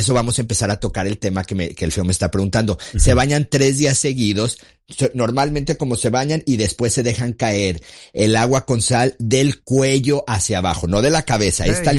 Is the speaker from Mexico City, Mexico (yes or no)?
no; Guadalajara, Jalisco, Mexico; pues soy tapatío, soy chiva de corazón. Yo ya soy de Guadalajara, Jalisco, y le vamos a las chivas.